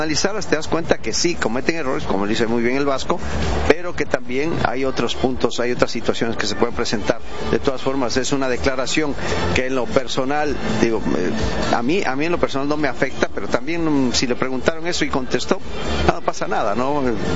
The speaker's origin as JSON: {"language": "Spanish", "country": "Ecuador"}